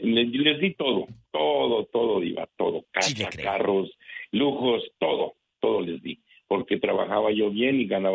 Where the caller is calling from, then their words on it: Las Vegas, Nevada, United States; No, no soy de Bakersfield, soy de aquí de Las Vegas, Nevada.